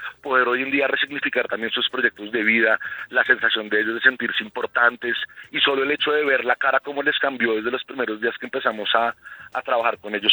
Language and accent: Spanish; Bogotá, Colombia; podamos en verdad identificarnos como bogotanos, colombianos